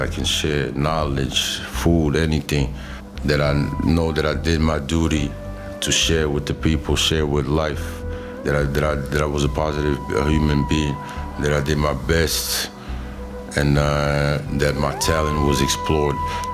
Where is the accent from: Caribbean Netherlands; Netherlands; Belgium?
Belgium; shout-out naar Queen Mathilde, die altijd klaarstaat voor de ongelukken die gebeuren in mijn moederland.